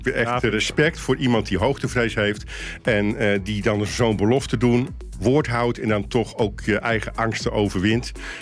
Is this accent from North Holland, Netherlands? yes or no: no; Rotterdam, South Holland, Netherlands; Ja, ik ben Rotterdammer.